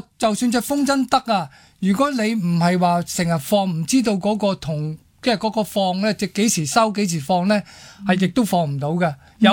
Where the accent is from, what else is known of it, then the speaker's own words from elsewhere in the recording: Hong Kong; 我哋嚟自香港